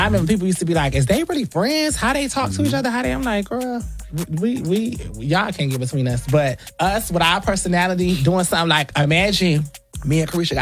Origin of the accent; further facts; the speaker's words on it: Florida, United States; it reminded me of growing up in Florida, though. Like, even being... That's when I was a little boy.